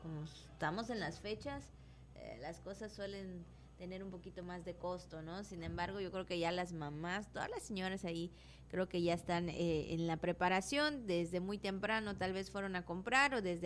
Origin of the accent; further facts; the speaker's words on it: Mexico; como mexicanos de sentirnos contentos, orgullosos